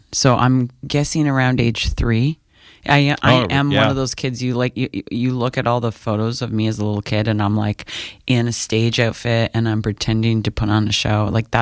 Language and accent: English; Prince Edward County, Ontario, Canada; I grew up in South End, Prince Edward County, eighth mm-hmm. generation from you know, farm fields.